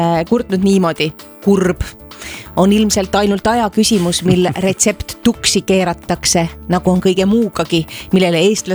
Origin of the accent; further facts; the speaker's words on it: Latvia; Ma olen lätlane. Ma olen lätlane